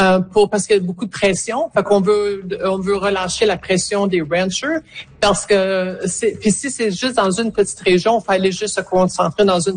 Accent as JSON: {"language": "French", "region": "Alberta", "country": "Canada", "said": "je viens de Bright Creek, une des 6 zones qui est targetée"}